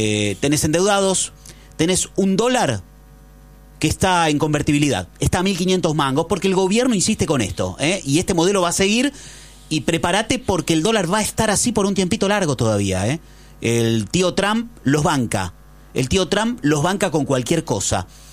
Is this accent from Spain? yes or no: no; Argentina; somos todos argentinos que laburamos